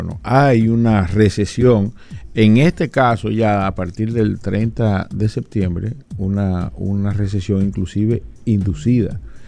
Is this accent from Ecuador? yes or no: no; Dominican Republic; nosotros, que somos tan dependientes de Estados Unidos